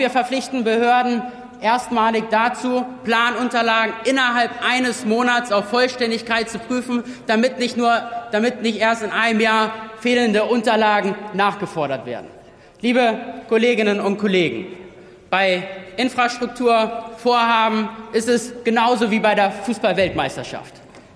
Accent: Schleswig-Holstein, Germany; In meinem Heimatbundesland Schleswig-Holstein profitieren davon unter anderem die A20, die A23 und die Marschbahn.

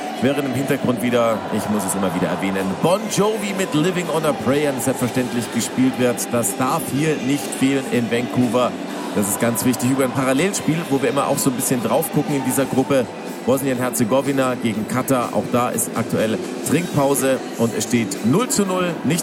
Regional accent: Germany; aber allein mein deutsches Naturell sagt mir, wir laufen als Deutsche gerne in unser Verderben

